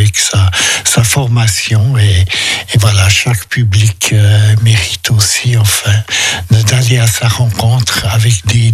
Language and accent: French; Romandy, Switzerland; Et moi-même, je suis un Suisse-Allemand qui, dès sa tendre enfance, habitait en Suisse romande